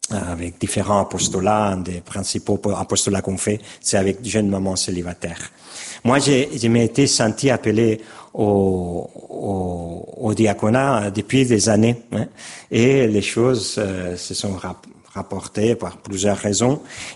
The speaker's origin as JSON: {"language": "French", "town": "Barcelona", "region": "Catalonia", "country": "Spain", "also_born_or_lived": "France", "moved": "as an adult", "lives_now": "Valencia, Spain", "said": "je suis espagnol, catalan de Barcelone."}